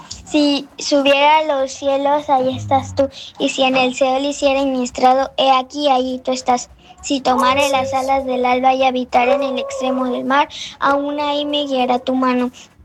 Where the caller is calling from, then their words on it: Veracruz, Mexico; soy de Veracruz, México.